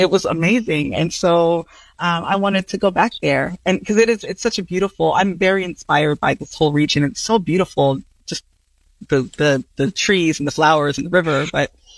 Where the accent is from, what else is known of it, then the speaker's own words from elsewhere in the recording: Houston, Texas, United States; also born or lived in Ghana; I was born in Ghana. I was a child immigrant, and I grew up, but I came here so young that I grew up in America. I grew up in Houston, Texas, and that experience of straddling cultures is so unique, but not rare.